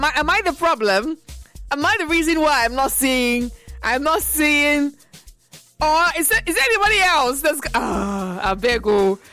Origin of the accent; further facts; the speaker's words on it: Nigeria; I'm Nigerian.